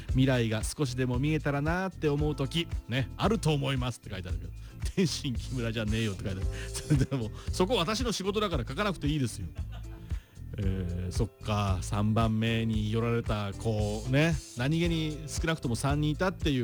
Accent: Sano, Tochigi, Japan; 私のふるさと佐野

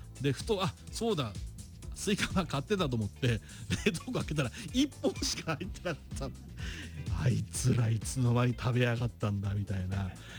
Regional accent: Kitaibaraki, Ibaraki, Japan; そして私の地元の北茨城有する磯原まんじゅうはなんだかんだコスパいいと思います。

